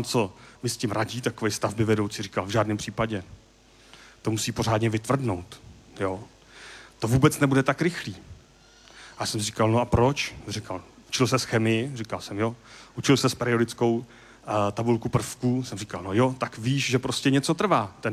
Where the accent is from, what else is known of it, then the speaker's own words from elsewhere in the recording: Prague, Czechia; já jsem z Prahy